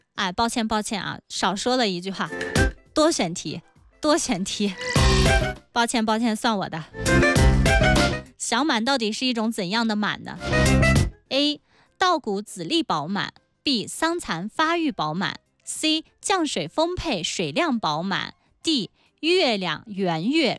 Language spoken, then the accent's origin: Chinese; China; 我们中国人